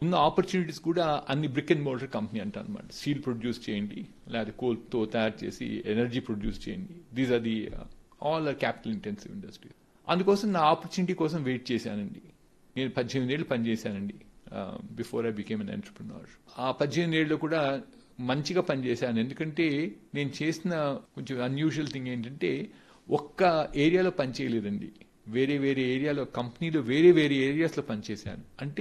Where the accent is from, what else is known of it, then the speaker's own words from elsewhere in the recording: Khammam, Telangana, India; also born or lived in Visakhapatnam / Kakinada / Vijayawada; వైజాగ్లో చదువుకున్నాను, కాకినాడలో చదువుకున్నాను, విజయవాడలో చదువుకున్నాను, మా ఊరు ఖమ్మం జిల్లా పరిషత్ హై స్కూల్లో కూడా చదువుకున్నానండి 1 సంవత్సరం.